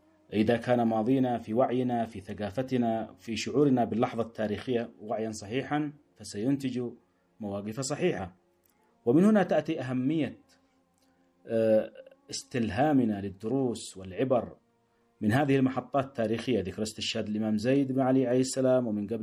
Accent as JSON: {"language": "Arabic", "country": "Yemen", "said": "نحن اليوم كيمنيين"}